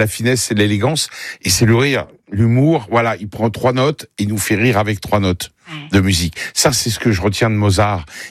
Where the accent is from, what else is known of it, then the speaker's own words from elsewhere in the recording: Paris, Île-de-France, France; Je suis de Paris, alors l'accent toulousain, c'est